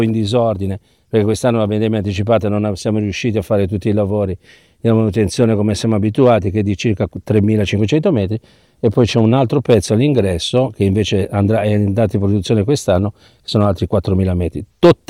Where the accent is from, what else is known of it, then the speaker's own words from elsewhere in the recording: Genoa, Liguria, Italy; ci aggiungo anche da genovese